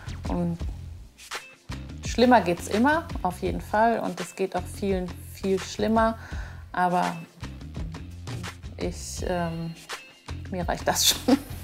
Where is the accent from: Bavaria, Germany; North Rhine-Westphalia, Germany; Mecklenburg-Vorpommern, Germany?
North Rhine-Westphalia, Germany; Schlangen; also born or lived in Paderborn; now in Offenbach, Germany; bin 37, gebürtig komme ich aus Paderborn. Aufgewachsen bin ich in Schlangen, in einem kleinen Dorf.